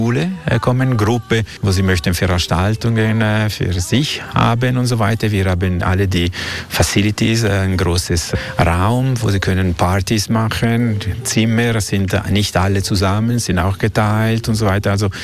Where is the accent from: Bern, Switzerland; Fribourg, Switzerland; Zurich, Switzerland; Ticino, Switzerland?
Ticino, Switzerland; aber wir sind Schweizer-Italiani eigentlich.